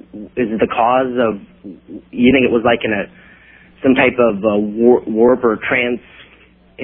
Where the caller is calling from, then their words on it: Portland, Oregon, United States; Portland, Oregon.